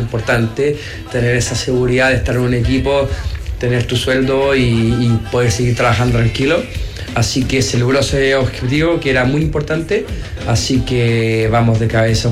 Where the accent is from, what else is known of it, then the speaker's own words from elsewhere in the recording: Chile; Creo que una muy buena instancia para reunirnos como chilenos y sacar todo adelante